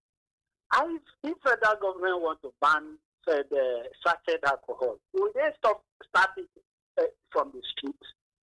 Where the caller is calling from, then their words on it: Akwa Ibom, Nigeria; I'm calling from Akwa Ibom.